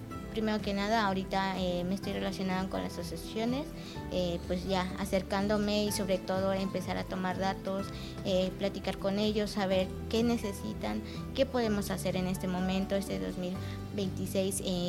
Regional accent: Cancún, Quintana Roo, Mexico; Desde mi punto que yo vengo de Cancún, Cancún se ha transformado, ¿no?

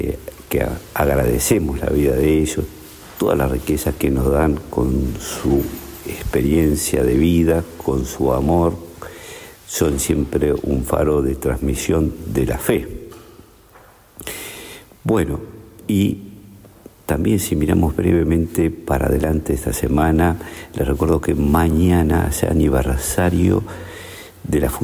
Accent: Uruguay; las diferentes generaciones que han construido también nuestro Uruguay, esta zona, el pueblo Tupambaé

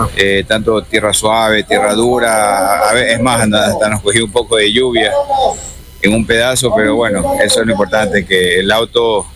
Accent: Coast, Ecuador; yo como costeño me coge un poquito de altura

